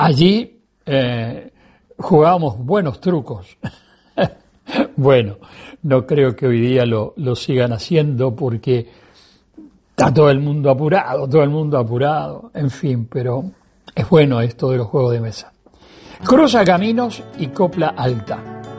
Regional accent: Montevideo, Uruguay; en la calle Juan Cruz Varela, donde nosotros nacimos, en Montevideo

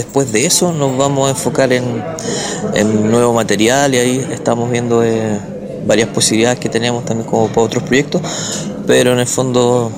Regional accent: Curicó, Maule, Chile; born there; moved away; nacimos en Curicó con mi primo Jaime

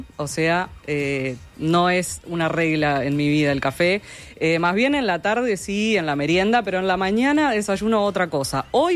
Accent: Las Piedras, Canelones, Uruguay; now in Médanos de Solimar, Uruguay; Yo soy de Las Piedras.

